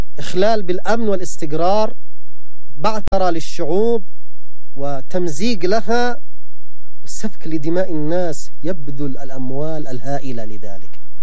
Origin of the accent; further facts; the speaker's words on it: Yemen; في بلدنا اليمن